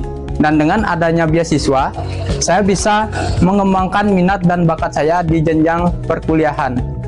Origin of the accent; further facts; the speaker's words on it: Gitgit, Bali, Indonesia; berasal dari Gidgid.